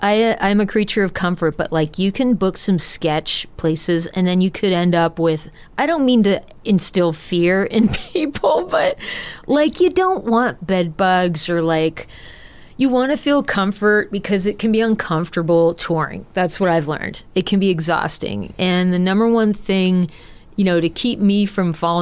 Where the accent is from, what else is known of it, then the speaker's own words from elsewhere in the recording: Atlantic Canada, Canada; also born or lived in Austin, Texas; I grew up in Atlanta, Canada. But I didn't start writing my own songs until I moved to a place called Austin, Texas